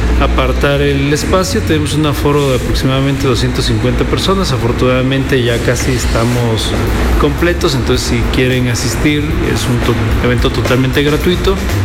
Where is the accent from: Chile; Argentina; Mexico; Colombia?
Mexico; now in Loja, Ecuador; Yo soy mexicano.